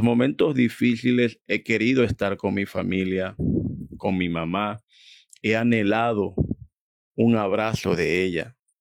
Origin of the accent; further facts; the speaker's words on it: Venezuela; moved away as an adult; now in Colombia; Tengo 8 años acá en Colombia, ya casi cumplo 9. Soy de Venezuela y no he podido viajar a mi tierra natal.